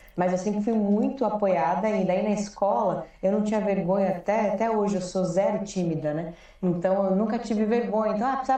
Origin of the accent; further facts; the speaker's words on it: Sorocaba, São Paulo, Brazil; Eu sou de Sorocaba, natural de Sorocaba.